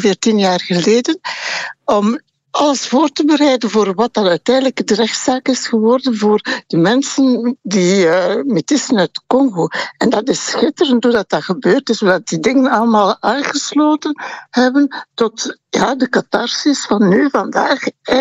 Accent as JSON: {"language": "Dutch", "country": "Rwanda", "said": "Nee, maar ik ben een metis uit Rwanda."}